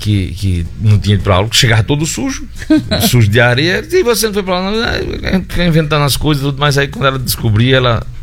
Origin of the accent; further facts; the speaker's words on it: Mossoró, Rio Grande do Norte, Brazil; Sou moçoroense da gema, como se diz.